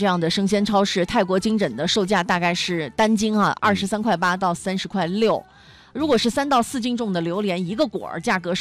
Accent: Yunnan, China; 作为云南人实在是太幸福了吧？

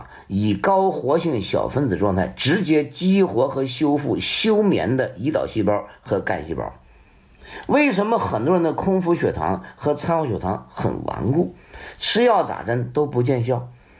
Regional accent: China; 让世界见识到我们中国人的智慧以及在医学领域的尊严。

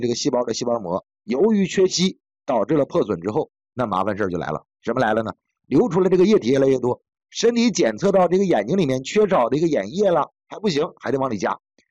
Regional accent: China; 那当年呢，正是因为有了克山病的这个案例，才让我们中国人呢第一次了解到

